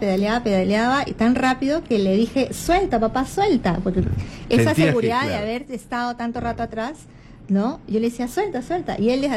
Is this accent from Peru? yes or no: yes; Lima, Peru; Recuerdo cuando era niña, yo vivía en Breña